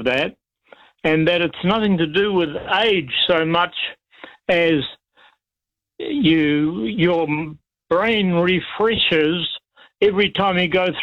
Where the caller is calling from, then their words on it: Palmerston North, Manawatū-Whanganui, New Zealand; from Palmerston North.